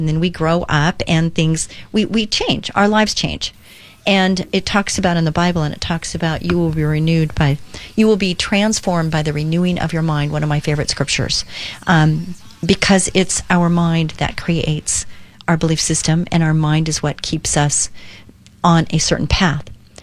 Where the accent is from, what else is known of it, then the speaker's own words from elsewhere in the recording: Westminster, California, United States; moved away; I grew up in Westminster and Orange County girl, and now I'm a Lake girl